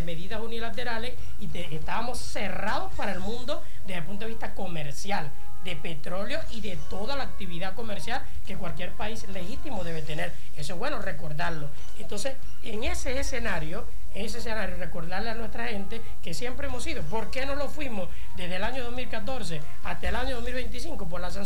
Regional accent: Venezuela; lo hablo como venezolano, como profesional. Yo soy docente egresado al pedagógico de Maturín, por cierto, de lengua extranjera, de inglés

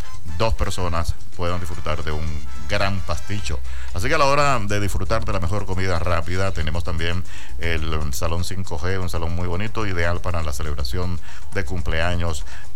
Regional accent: Venezuela; los venezolanos también cobremos en euros

